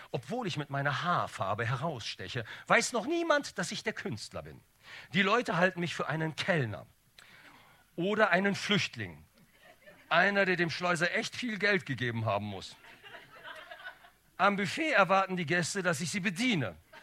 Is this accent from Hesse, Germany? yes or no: no; Bonn, North Rhine-Westphalia, Germany; Ich komme ja aus Bonn und bin ein Ghetto-Kind, zick der Land.